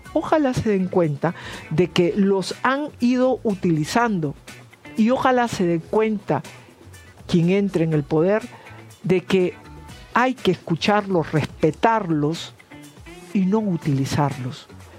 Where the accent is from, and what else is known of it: Peru